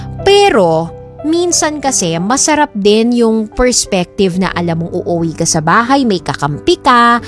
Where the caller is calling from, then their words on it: Quezon City, Metro Manila, Philippines; Ako po ay taga Quezon City.